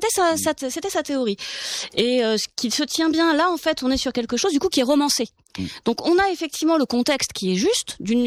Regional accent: Hauts-de-France, France; Moi, je viens du Nord, du coup, du côté de Beauvais.

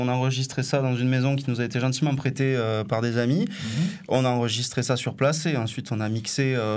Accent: Occitanie, France; moved away as an adult; now in Paris region, France; on vient originairement du Tarn, département ami et voisin.

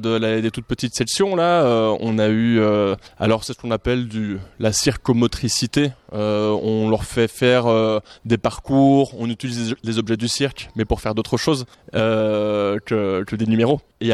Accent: Brussels, Brussels-Capital Region, Belgium; moved away

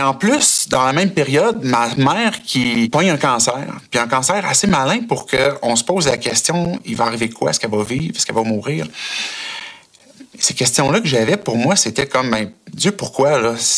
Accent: Sherbrooke, Quebec, Canada; born there; Je suis né à Sherbrooke

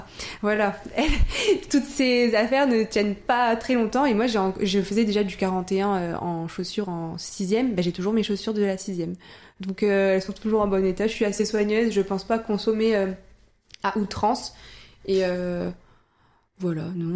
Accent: Le Mans, Pays de la Loire, France; moved away; also born or lived in Northern France; quand je suis chez mes parents ou chez moi au Mans

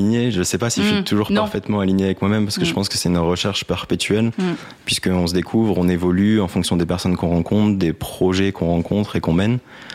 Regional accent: Dunkirk, Hauts-de-France, France; also born or lived in Lille; Donc j'étais dans le nord de la France, à Lille, puisque je suis originaire de Dunkerque.

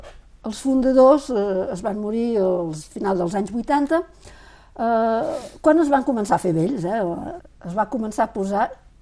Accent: Catalonia, Spain; now in France; jo vinc de Catalunya.

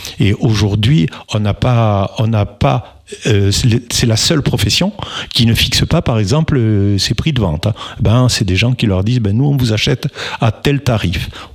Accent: Mirepoix, Occitanie, France; Vous savez, je suis de Mirepoix, oui.

